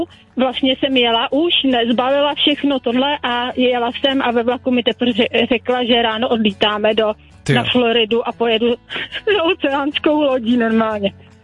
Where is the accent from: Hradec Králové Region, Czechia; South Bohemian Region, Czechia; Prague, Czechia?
South Bohemian Region, Czechia; Lukov; Jo, Drahov je u Veselí nad Lužnicí, no, kousíček. Takže my jsme z Lukov.